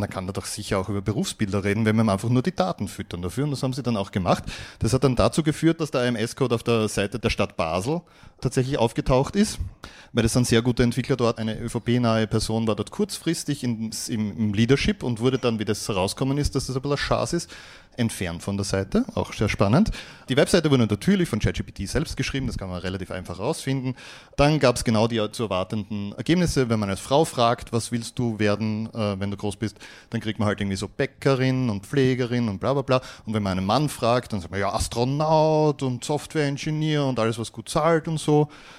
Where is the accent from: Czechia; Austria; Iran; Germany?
Austria; Graz, Styria; Ja, hallihallo … ich komme aus Graz.